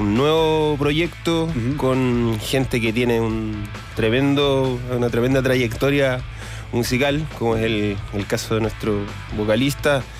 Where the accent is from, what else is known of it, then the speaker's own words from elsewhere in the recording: La Unión, Los Ríos, Chile; que él es de La Unión, y yo también soy de La Unión, y Giancarlo también.